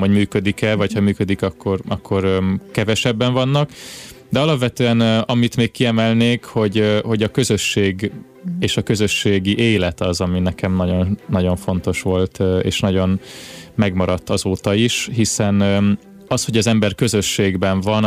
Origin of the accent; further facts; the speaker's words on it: Nova, Zala, Hungary; Én egy pici zalai faluban nőttem fel, Nován, ez egy 700 fős település